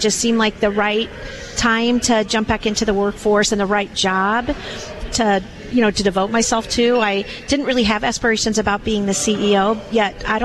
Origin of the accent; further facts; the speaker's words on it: Keokuk, Iowa, United States; moved away as an adult; I'm from a small town in Iowa called Keokuk